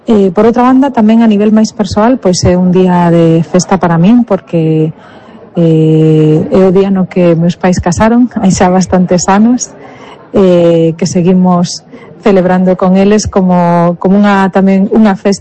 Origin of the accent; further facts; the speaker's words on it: Santiago de Compostela, Galicia, Spain; E para min o Día de Galicia pois é un día de celebración, e ademais son de Santiago, así que sempre foi un día de festas